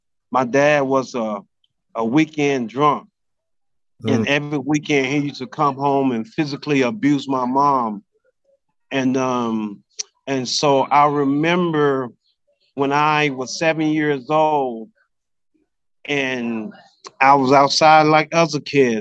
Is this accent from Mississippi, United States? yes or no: yes; Johnstown, Mississippi, United States; To be honest, I'm from Johnstown, Mississippi, a population of 1,000 people. Johnstown is approximately an hour south of Memphis, Tennessee.